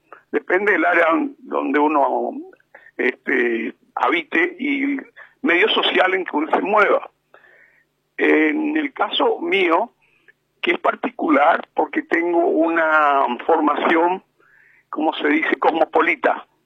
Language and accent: Spanish; Paraguay; nosotros, como paraguayo, digamos, porque yo nunca he abandonado mis raíces, somos supuestamente bilingües.